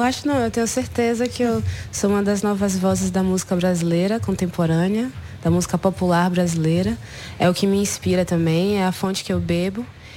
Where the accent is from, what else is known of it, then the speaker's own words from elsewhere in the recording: Bahia, Brazil; moved away as an adult; Eu só comecei a perceber quando eu saí da Bahia, né? Porque estando ali, crescendo ali, a minha realidade toda era aquela